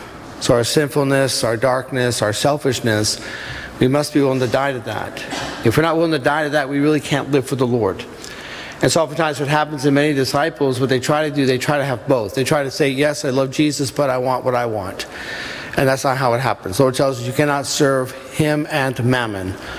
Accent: United States

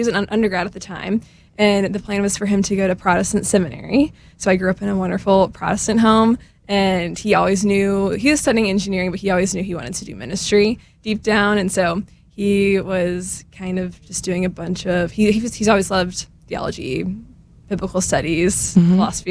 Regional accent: St. Louis, Missouri, United States; I'm from St. Louis, but after I graduated high school, I moved away for about 8 years, and I just moved back last year

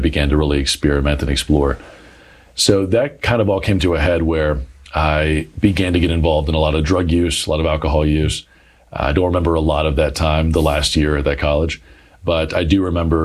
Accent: Douglasville, Georgia, United States; So I grew up in Metro Atlanta. I grew up in Douglasville, Georgia.

